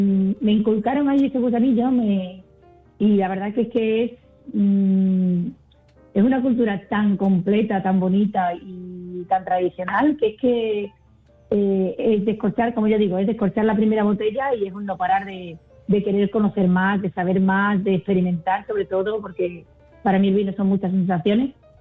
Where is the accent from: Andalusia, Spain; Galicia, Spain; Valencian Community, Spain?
Andalusia, Spain; Chipiona; moved away as an adult; now in Mérida, Spain; yo soy original de Chipiona, de Cal. Llevo aquí en Mérida unos 12 años, conocí a mi marido allí en Chipiona, el que hoy es mi marido, tengo dos hijos pequeños ameritenses